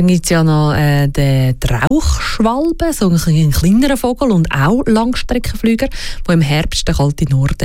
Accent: Switzerland; Und das machen viele bei uns in der Schweiz sogar auch als Hobby.

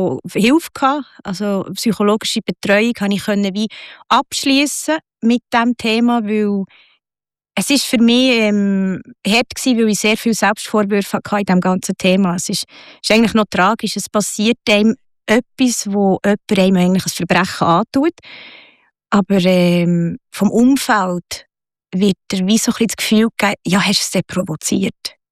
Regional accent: Bern, Switzerland; also born or lived in Zürich; durch den Beruf von meinem Vater sind wir recht viel halt rumgekommen. Wir mussten viel zügeln. Und so im Kindergartenalter sind wir dann ins Berner Oberland. Und die Wurzeln waren zwar immer von Bern gewesen, und meine Eltern sind beide von Bern.

